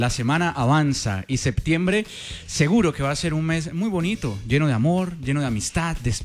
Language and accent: Spanish; Cali, Valle del Cauca, Colombia; caleños que quisiéramos reencontrarnos con nuestra ciudad